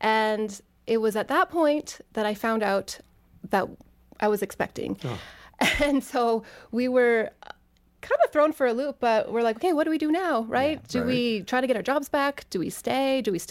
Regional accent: Edmonton, Alberta, Canada; now in Calgary, Canada; Oh, I grew up in Edmonton, Alberta, which is the capital, and I grew up in a typical Christian middle class family

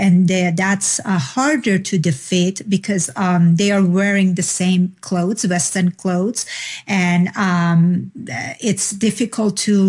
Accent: Iran; moved away; I grew up in Iran. I experienced their brutality from my childhood. And it started, you know, the beginning of the revolution. I was born a few months before their demonic revolution.

